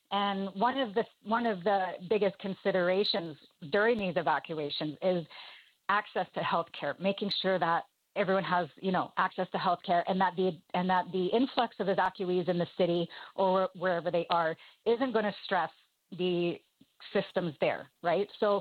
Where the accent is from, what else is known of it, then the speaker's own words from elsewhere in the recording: Canada; We're Canadian, so I'm using kilometers.